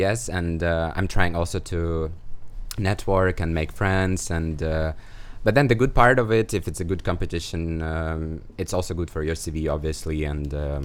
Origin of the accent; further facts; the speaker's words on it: Ukraine; English is a second language; now in Kyiv, Ukraine; I'm from Ukraine, and I moved to the capital from the like small town.